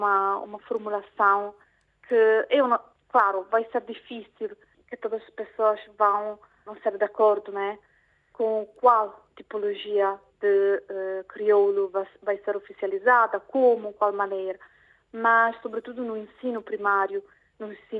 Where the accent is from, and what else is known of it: Italy; Portuguese is a second language